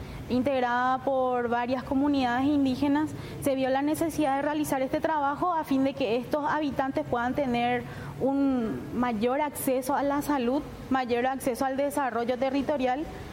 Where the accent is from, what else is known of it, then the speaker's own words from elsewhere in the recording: Presidente Hayes, Paraguay; vengo del departamento de Presidente Hayes